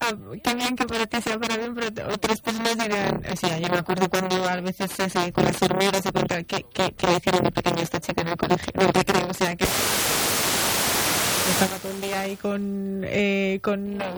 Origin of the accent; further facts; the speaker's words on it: Laguna de Duero, Castile and León, Spain; yo soy de Laguna de Duero, un pueblo muy pequeñito dentro de Valladolid, bueno, pequeñito, tenía 20 mil habitantes, pero bueno, un pueblo, Castilla Profunda